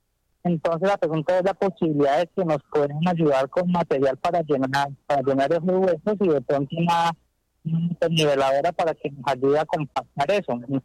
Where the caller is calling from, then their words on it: Villavicencio, Meta, Colombia; Yo soy el presidente de la Junta Nacional Comunal de la Vigía del Sector Alto.